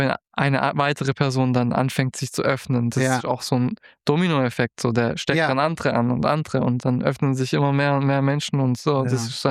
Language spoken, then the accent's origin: German; Baden-Württemberg, Germany; Ich bin ja eigentlich so aus Baden-Württemberg.